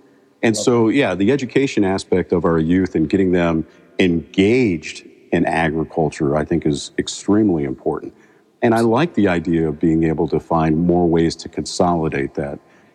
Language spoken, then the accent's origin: English; Cleveland, Ohio, United States; I can remember growing up in Cleveland in the 60s where we still had Victory Farms, where as one of 11 kids